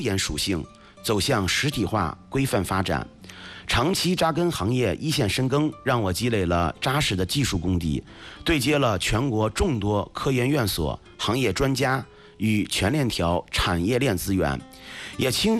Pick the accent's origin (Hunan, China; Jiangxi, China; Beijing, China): Beijing, China; also born or lived in Dingzhou, Hebei; 我祖籍是河北定州。因为家庭原因呢，我从小在北京求学成长，但我的根始终扎根在定州。小时候放了寒暑假，逢年过节，我都会回到定州生活